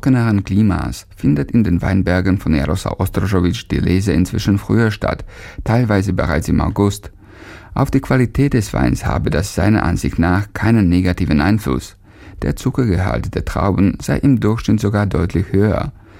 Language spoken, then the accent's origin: German; Považská Bystrica, Trenčín Region, Slovakia; Da sich dieses Geschäft aber in meiner Heimatstadt Považská Bystrica befand, waren auch die monatlichen Umsätze und Verkäufe entsprechend.